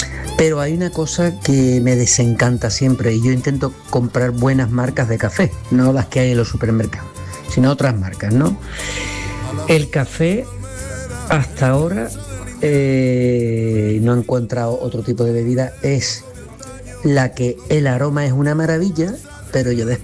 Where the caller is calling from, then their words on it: Cádiz, Andalusia, Spain; de Cádiz.